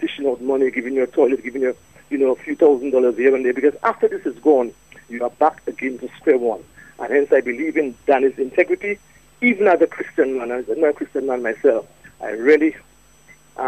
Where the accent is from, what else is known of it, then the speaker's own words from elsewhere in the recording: Roseau, Saint George, Dominica; I grew up in Solomon Lane, and he grew up in Princess Lane, the next lane after.